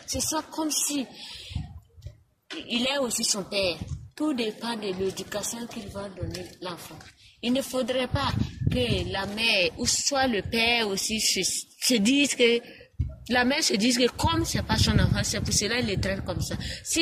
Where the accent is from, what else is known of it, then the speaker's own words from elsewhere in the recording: Burkina Faso; Chez nous au Burkina Faso, surtout en Afrique.